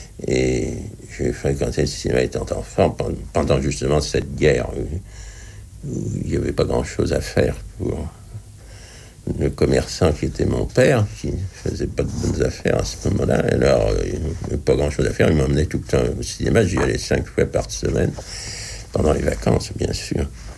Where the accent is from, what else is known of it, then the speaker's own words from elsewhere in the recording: Le Havre, Normandy, France; des personnages que j'ai connus dans mon enfance au Havre.